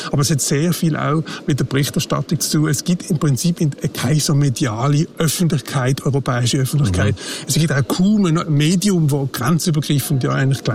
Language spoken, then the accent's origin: German; Switzerland; moved away as an adult; now in Brussels, Belgium; da stellt man sich ab und zu die Frage als Schweizer